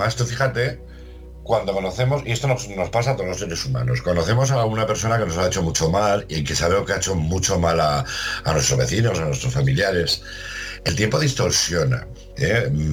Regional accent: Spain; Y soy español.

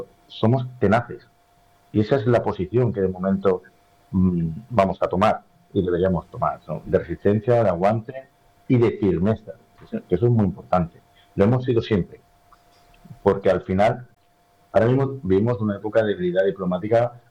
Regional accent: Spain

